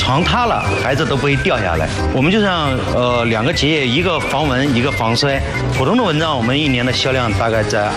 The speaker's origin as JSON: {"language": "Chinese", "town": "Gushi", "region": "Henan", "country": "China", "tie": "born or raised there", "said": "固始是我的家乡嘛"}